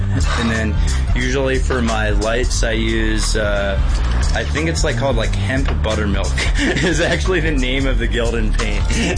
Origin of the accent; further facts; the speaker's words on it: Baltimore, Maryland, United States; I'm from Baltimore. I like love my city and rep it to the death, but at the same time, like, I'm a white boy in a black neighborhood.